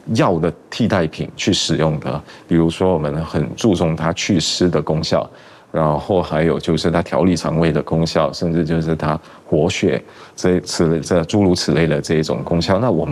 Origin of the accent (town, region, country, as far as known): Malaysia